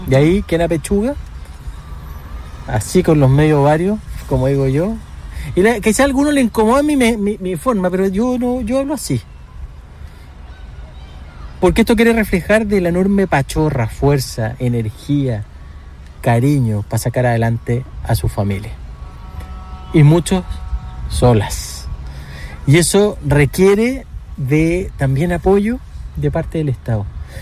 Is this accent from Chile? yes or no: yes; Iquique, Tarapacá, Chile; para los que somos iquiqueños, por Dios, que ha costado ese pedazo de borde costero.